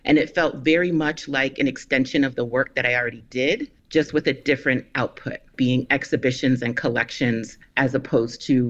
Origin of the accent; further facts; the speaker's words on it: East Longmeadow, Massachusetts, United States; also born or lived in Springfield; But I grew up in East Longmeadow, right just at the border, right on North Main Street. So I could take the bus and did take the bus, PVTA.